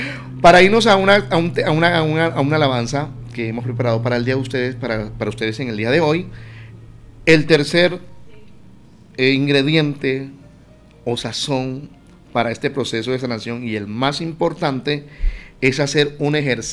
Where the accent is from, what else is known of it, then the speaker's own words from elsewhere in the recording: Magangué, Bolívar, Colombia; Magangué, Bolívar, que es mi tierra